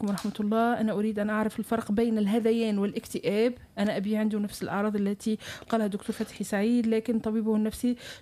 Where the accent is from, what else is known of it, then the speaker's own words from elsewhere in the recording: Egypt; لا مصرية، قلت لك أنا مصرية